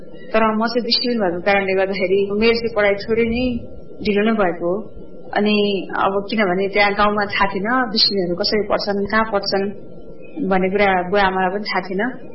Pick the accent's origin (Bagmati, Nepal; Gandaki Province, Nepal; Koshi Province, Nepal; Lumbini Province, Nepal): Koshi Province, Nepal; Jhapa; अनि बाल्यकाल चाहिँ मेरो झापामा नै बित्यो।